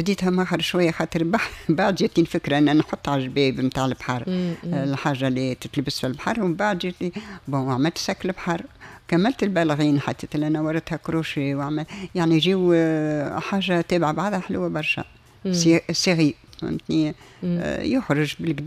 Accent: Tunis, Tunis Governorate, Tunisia; نجم نقول لهم أنا راني من تونس

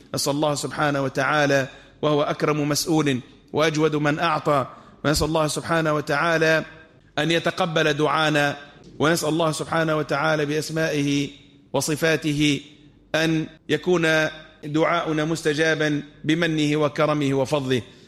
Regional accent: Tunisia; اللهم اجعل بلدنا تونس أمنا أمانا، رخاء سخاء،

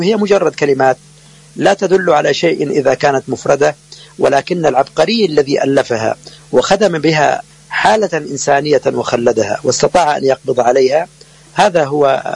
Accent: Egypt; وعندنا في مصر يقولوا لقيني ولا تغديني

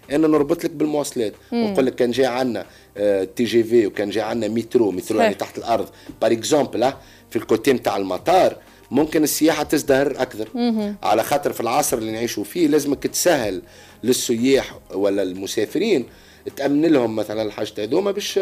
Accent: Tunisia; انا نشوف روحي زاد كمواطن تونسي وترافل فلوجر

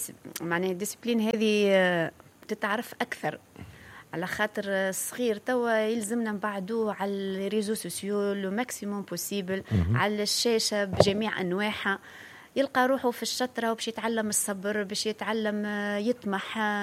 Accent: Tunisia

